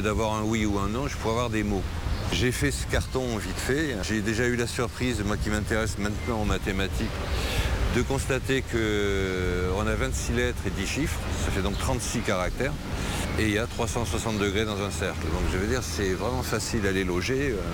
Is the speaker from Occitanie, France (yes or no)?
yes; Toulouse, Occitanie, France; je suis originaire de Toulouse, quand on dit « Adieu », c'est comme on dit « Au revoir »